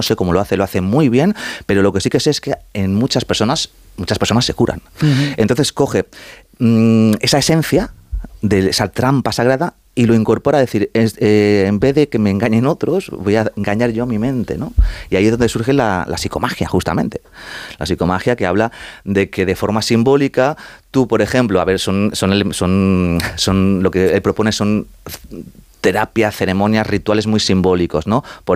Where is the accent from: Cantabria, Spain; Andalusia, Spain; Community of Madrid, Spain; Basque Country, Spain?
Community of Madrid, Spain; te he dicho ya que soy madrileño y mis padres son argentinos.